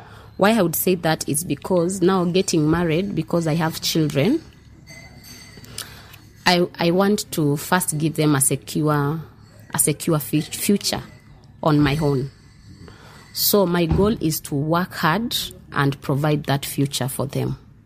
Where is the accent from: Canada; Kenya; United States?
Kenya; Tala, Machakos County; I also have a small hotel in Tala, in my hometown